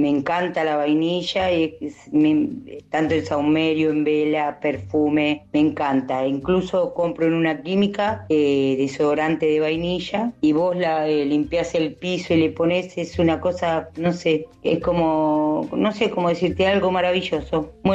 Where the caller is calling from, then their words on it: Lanús, Buenos Aires Province, Argentina; Hola Luisa, buenas noches. … soy de Lanús